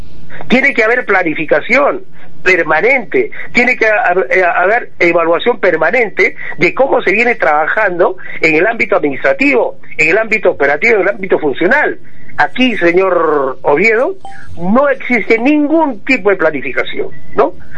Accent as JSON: {"language": "Spanish", "region": "Tacna", "country": "Peru"}